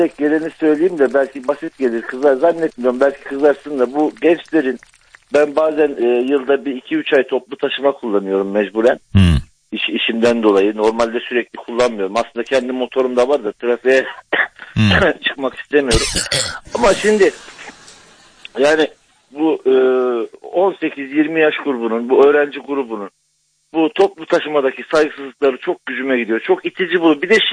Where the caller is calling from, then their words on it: Antalya, Turkey; ben Antalya'dan.